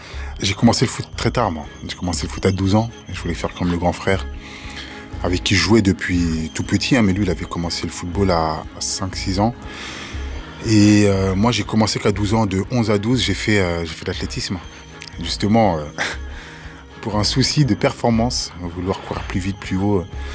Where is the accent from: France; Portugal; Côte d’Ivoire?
France; Colombes, Île-de-France; also born or lived in Clichy; Bon, je suis né à Clichy, mais je n'ai pas grandi à Clichy. Moi, je suis de Colombes. J'aime bien le dire parce que je suis fier de l'endroit où j'ai grandi.